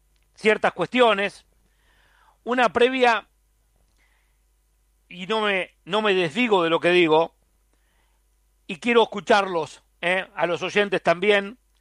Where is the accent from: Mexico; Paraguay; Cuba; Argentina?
Argentina; 21:23 en mi Argentina, en mi país, que extraño tanto